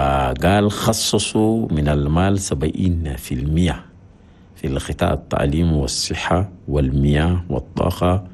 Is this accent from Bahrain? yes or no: no; Chad; هما الاثنين العمود الفخري للاقتصاد الوطني هنا بلدنا تشاد